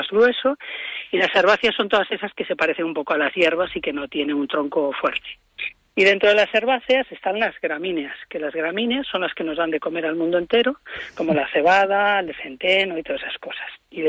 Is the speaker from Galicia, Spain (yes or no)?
yes; Galicia, Spain; los que somos gallegos